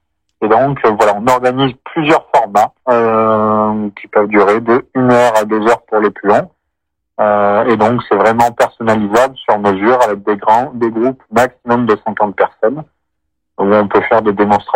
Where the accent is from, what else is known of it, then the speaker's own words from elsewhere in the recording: France; moi je suis natif de Saint-Olé